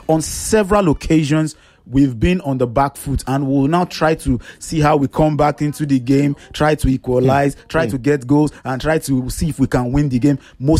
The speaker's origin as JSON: {"language": "English", "country": "Nigeria", "said": "as a Nigerian"}